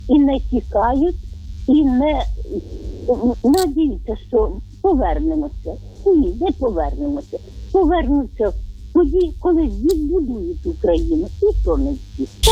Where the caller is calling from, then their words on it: Vinnytsia Oblast, Ukraine; я з Вінниччини.